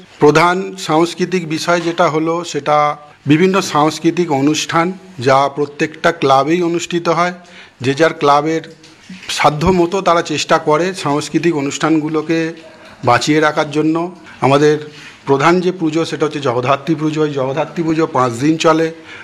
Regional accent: Jagatballavpur, West Bengal, India; 5টা 7টা বড় বড় মাঠ আছে আমাদের জগৎবল্লভপুর গ্রামের মধ্যে

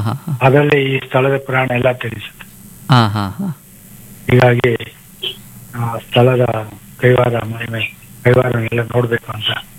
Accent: Karnataka, India; also born or lived in Chitradurga; now in Jayanagar, India; ನಮ್ಮ ಹುಟ್ಟೂರು ಯಲ್ನೂರ್ ಹತ್ರ ರುದ್ರಪತಿ ಅಗ್ರಹಾರ ಅಂತ

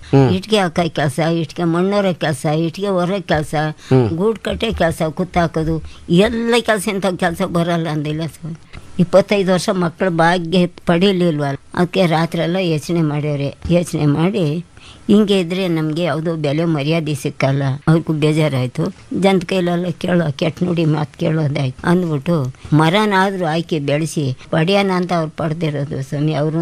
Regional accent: Hosahalli, Karnataka, India; ಗುಬ್ಬಿ ಹೊಸಳ್ಳಿ ತಾಲೂಕಿನಲ್ಲಿ ನಾವು ಹುಟ್ಟಿ ಬೆಳೆದಿದ್ದು.

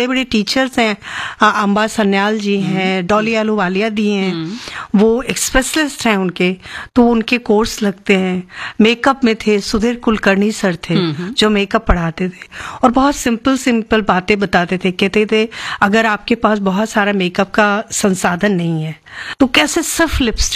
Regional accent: Bihar, India

